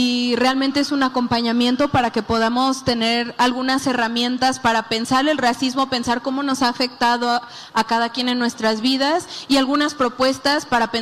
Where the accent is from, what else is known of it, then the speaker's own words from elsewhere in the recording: Veracruz, Mexico; moved away as an adult; no solo en la Ciudad de México, yo soy de Veracruz, viví aquí varios años